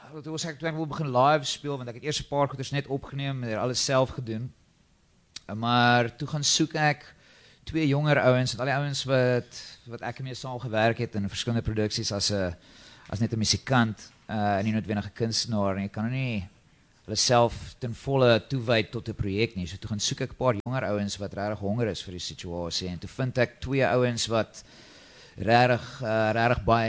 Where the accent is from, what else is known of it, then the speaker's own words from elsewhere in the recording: Bloemfontein, Free State, South Africa; moved away as an adult; now in Cape Town, South Africa; ek het groot geword in Bloemfontein en ek bedoel, ek het daar begin speel. Ek het direk uit na skool, ek was al 'n lang tyd in die Kaap en ek bly in die stad self.